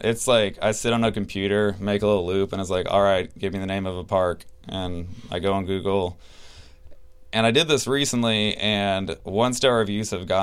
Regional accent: Florida, United States; I'm from North Florida. So okay. Like raised in the swamp kind of thing.

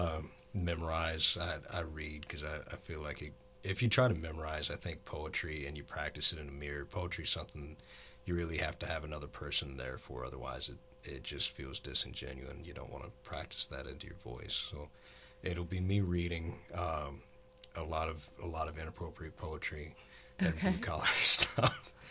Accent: Louisiana, United States; I'm from the West Bank.

